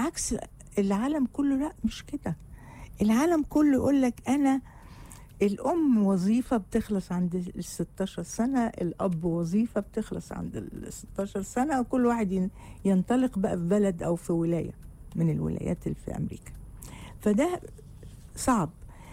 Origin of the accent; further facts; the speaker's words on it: Egypt; طيب السياح بقى اللي بيجوا عندنا في مصر